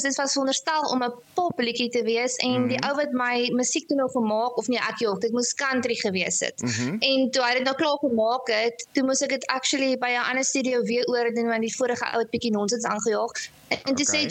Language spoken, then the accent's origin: Afrikaans; Oudtshoorn, Western Cape, South Africa; also born or lived in Port Elizabeth; now in Mossel Bay, South Africa; Ek is gebore eintlik in Port Elizabeth. Okay. My pa was daar in die gevangenis in Lees en toe het ons Mosselbaai toe gekom en toe Oudtshoorn toe en daar het ek groot geword en nou is ek weer terug in Mosselbaai.